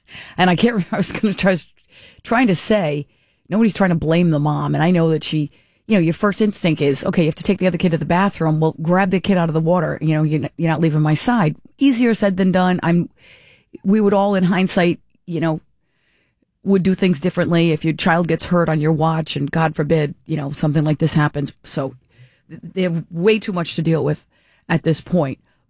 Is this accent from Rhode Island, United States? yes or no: yes; Warwick, Rhode Island, United States; Warwick Vets High School, the original. So I don't know if that's the middle school now. That was my hometown.